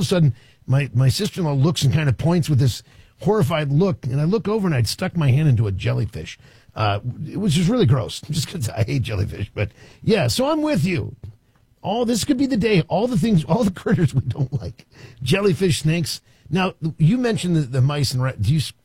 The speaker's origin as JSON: {"language": "English", "region": "East Coast", "country": "United States", "tie": "born or raised there", "said": "growing up on the East Coast"}